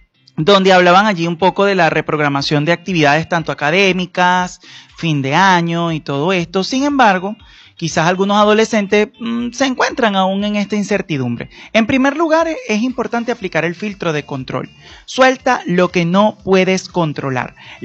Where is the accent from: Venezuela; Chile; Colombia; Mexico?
Venezuela; es momento de unirnos como venezolanos